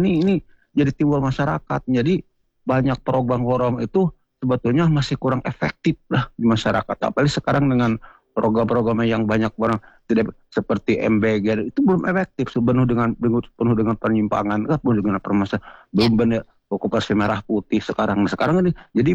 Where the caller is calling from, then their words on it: Bandung, West Java, Indonesia; Saya dari Bandung Timur, Bu.